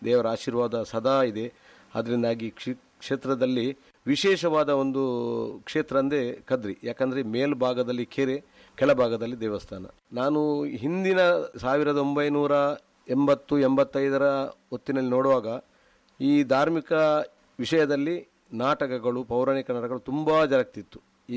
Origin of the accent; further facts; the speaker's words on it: Mangaluru, Karnataka, India; ನಮ್ಮ ಊರಿನಲ್ಲಿ ನಾವೊಂದು ಇಲ್ಲಿ ಹುಟ್ಟಿದ್ದಕ್ಕೆ ಸಾರ್ಥಕ ಅಂತ ಹೇಳ ಬಯಸ್ತೇನೆ.